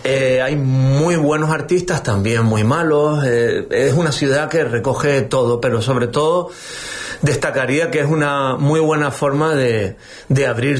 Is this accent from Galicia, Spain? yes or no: no; Lanzarote, Canary Islands, Spain; also born or lived in Madrid; now in New York, United States; soy un conejero, guitarrista, compositor, músico, o eso intento.